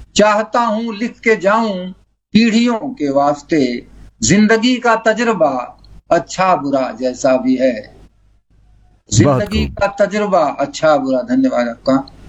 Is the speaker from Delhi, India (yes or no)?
no; Ballia, Uttar Pradesh, India; born there; now in Greater Noida, India; मेरा जन्म स्थान उत्तर प्रदेश का एक पूर्वी क्षेत्र में एक जिला है बलिया